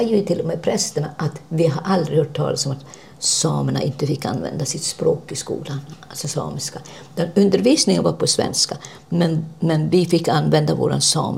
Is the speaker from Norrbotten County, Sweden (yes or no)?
yes; Jokkmokk, Norrbotten County, Sweden; born there; also born or lived in Karesuando